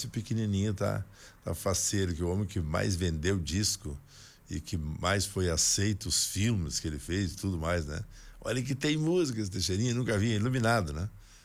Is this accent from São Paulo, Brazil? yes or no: no; Ibiraiaras, Rio Grande do Sul, Brazil; passa lá pela minha terra, para Ibiraiaras, região de Caseiros.